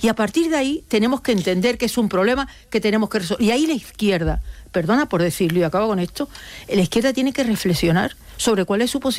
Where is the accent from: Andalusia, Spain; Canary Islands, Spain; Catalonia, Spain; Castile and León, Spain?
Andalusia, Spain; Porque había que trabajar, había que comer. Andaluces, de mi tierra.